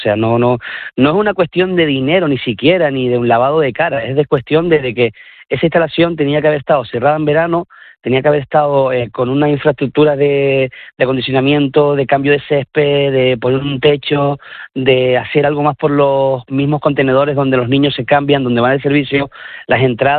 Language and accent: Spanish; Garachico, Canary Islands, Spain; somos gente de la casa, somos vecinos del municipio de del municipio de Garachico.